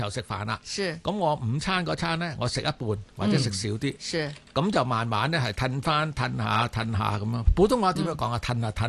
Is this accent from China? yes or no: yes; Guangdong, China; 我哋广东话叫做大震啊